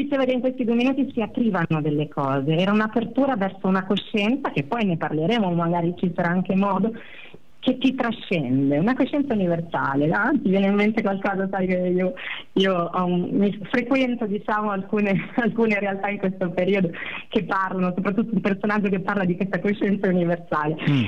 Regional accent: Padua, Veneto, Italy; perché poi io vengo da Padova, ho fatto tutta la psicologia dinamica freudiana

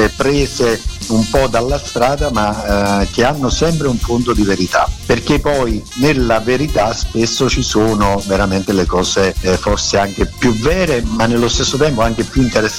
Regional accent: Caserta, Campania, Italy; della mia terra, quindi di Caserta

